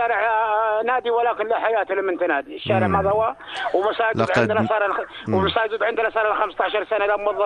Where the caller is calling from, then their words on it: Ma'an Governorate, Jordan; احنا قريه شويه متابعين لمحافظه معان قضاء امريغه